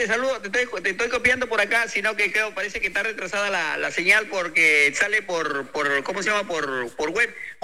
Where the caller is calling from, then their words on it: Jayanca, Lambayeque, Peru; para acá, para Jayanca